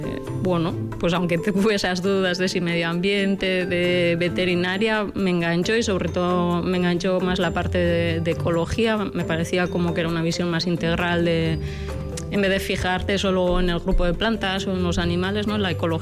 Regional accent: Lesaca, Navarre, Spain; born there; also born or lived in Pamplona; de Lesaca como de Navarra, soy navarra. Además, yo nací en Pamplona, de hecho, hasta los 8 años viví en Pamplona y luego vine a Lesaca.

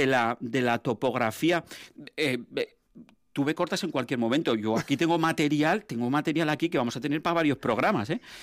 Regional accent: Vitoria-Gasteiz, Basque Country, Spain; todos somos de Vitoria

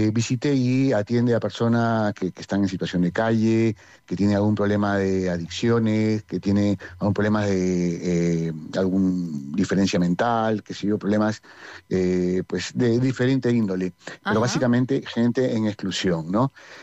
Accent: Peru; now in Bilbao, Spain; yo soy peruano, soy nacido en Perú, pero bueno, mi familia es de aquí.

